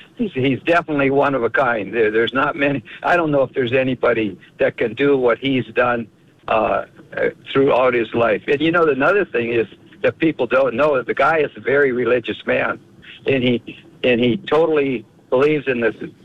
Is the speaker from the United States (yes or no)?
yes; North Dakota, United States; So I'm from North Dakota.